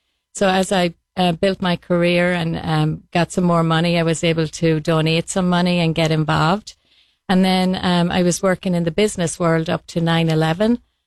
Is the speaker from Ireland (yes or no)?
yes; Ireland; now in United States; Well, I kind of, from the time that I came from Ireland, I've been involved with supporting, helping the homeless.